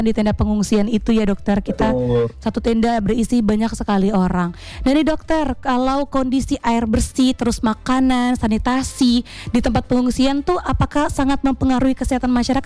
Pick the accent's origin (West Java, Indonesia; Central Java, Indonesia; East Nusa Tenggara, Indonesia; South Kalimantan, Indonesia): East Nusa Tenggara, Indonesia; Ende; Kita orang Indi asli